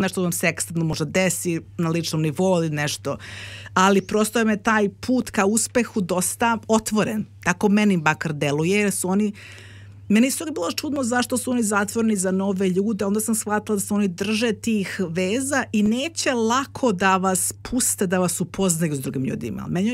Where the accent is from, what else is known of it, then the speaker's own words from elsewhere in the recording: Belgrade, Serbia; sam odrasla u Beogradu na Petlom brdu, koga briga sad Petlom brdu, mislim, na kraj sveta